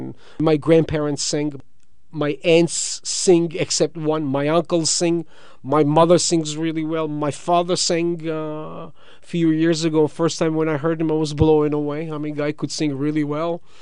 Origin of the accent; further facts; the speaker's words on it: Georgia; moved away as an adult; now in Toronto, Canada; where I grew up in Georgia